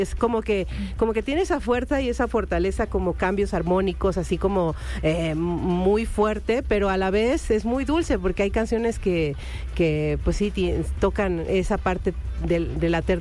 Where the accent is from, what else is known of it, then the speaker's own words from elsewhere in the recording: Chiapas, Mexico; soy de Chiapas, me siento muy orgullosa de mi estado y siempre estoy como diciendo, yo soy de Chiapas